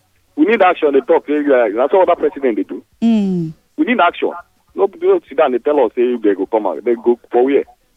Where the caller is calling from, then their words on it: Ejigbo, Lagos, Nigeria; I call from Ejibo.